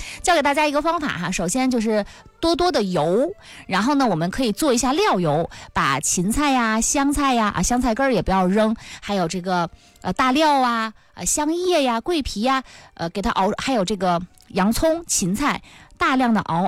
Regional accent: Northeast China, China; 春笋其实对于我们东北人来说呢，吃的可能没有那么的多

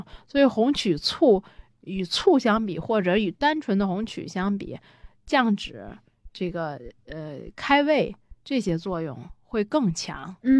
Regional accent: China; 作为咱们是中国人

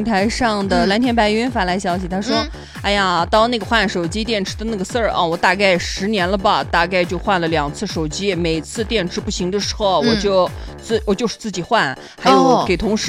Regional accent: Xinjiang, China; 作为就是土生土长的新疆女孩子

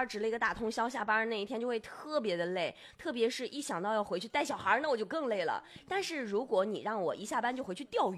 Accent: Inner Mongolia, China; 你像我们内蒙古人的那个车上

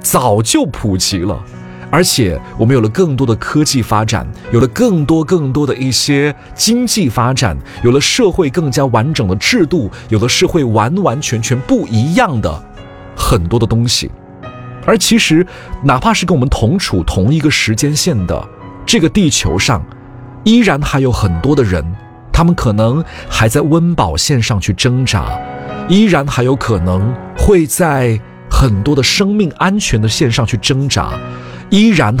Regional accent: China

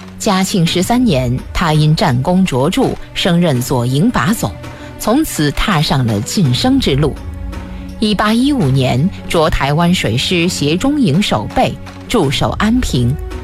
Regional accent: Fujian, China; 宅地红砖白石的形制颇似我老家的闽南古厝风格，一看就心生欢喜。

